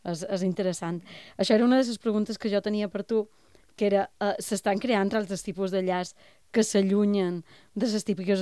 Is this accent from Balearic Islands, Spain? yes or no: yes; Balearic Islands, Spain; I com que ho tenia molt clar, era com, som mallorquina, però un moment, jo faig Papa Noel